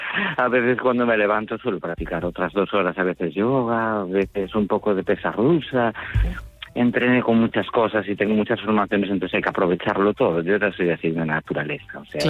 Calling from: Asturias, Spain; yo que vivo en Asturias

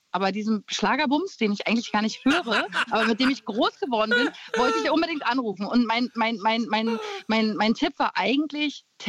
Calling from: Werder, Brandenburg, Germany

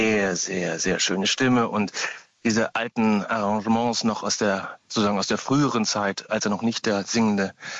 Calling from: Ansbach, Bavaria, Germany; Ich rufe jetzt gerade aus dem schönen Vogtland an, aber ich wohne eigentlich in Ansbach.

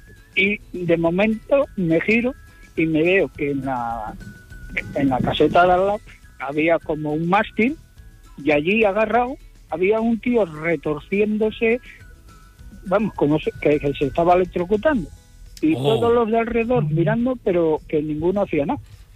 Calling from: Salou, Catalonia, Spain; Buenos días … de Salou.

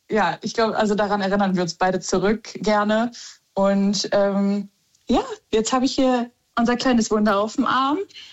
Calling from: North Rhine-Westphalia, Germany; Also ich komme aus NRW und er aus Rheinland-Pfalz.

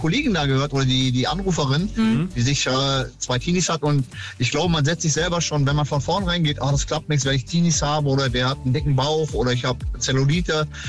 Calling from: Berlin, Germany; Ich komme aus Oberschöneweide, wohne seit einem halben Jahr in Berlin. Bin selber Single und 58

